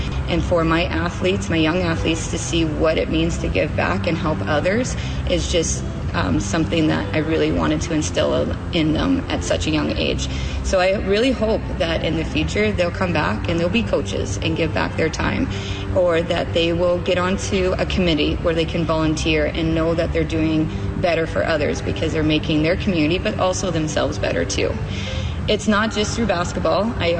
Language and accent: English; Fillmore, Saskatchewan, Canada; I'm originally from Fillmore, Saskatchewan, and as you know, a small town, you have to volunteer in order to make it a community.